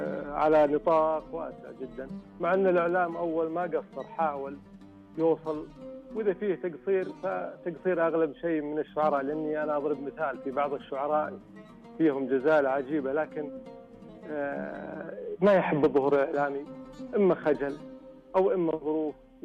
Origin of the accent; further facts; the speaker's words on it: Northern Saudi Arabia, Saudi Arabia; احنا عندنا بالشمال طال عمرك فيها تكاتف اجتماعي